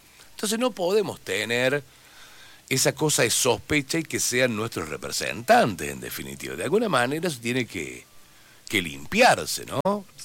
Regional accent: Argentina

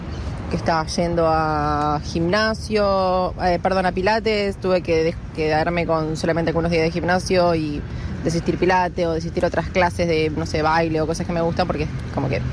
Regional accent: Buenos Aires, Argentina; Soy de acá, de Capital, y soy kinesióloga.

